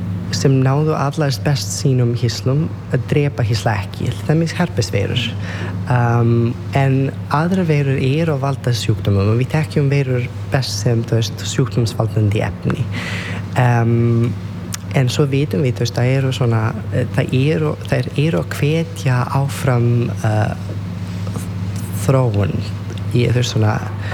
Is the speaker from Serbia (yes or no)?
yes; Serbia; Icelandic is a second language; moved away as an adult; now in Iceland; Ég ást upp í Serbíu og ég byrjaði þar í læknisfræði í 2013 eitthvað svo leis en svo bara ákveði ég að mér langar ekki að búa í Serbíu lengur, mér langar að flýta til Íslands